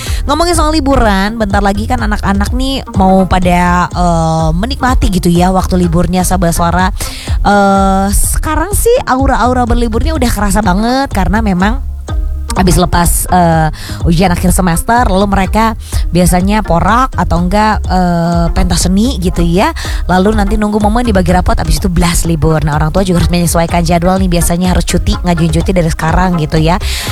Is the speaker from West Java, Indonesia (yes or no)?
yes; Bandung, West Java, Indonesia; kita-kita nih warga Bandung